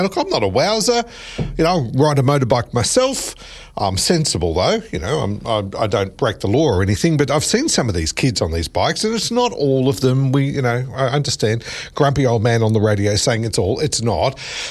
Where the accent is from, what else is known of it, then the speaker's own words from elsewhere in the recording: Lara, Victoria, Australia; I noticed some local news that has happened at my hometown of Lara